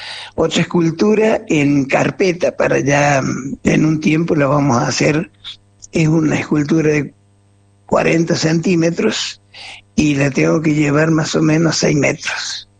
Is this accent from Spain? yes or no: no; San Martín, Argentina; moved away; es en mi pueblo, en San Martín